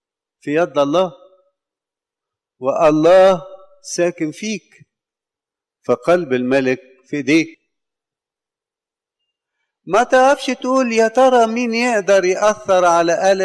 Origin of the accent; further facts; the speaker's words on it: Egypt; كأقباط ولا كمصريين ككل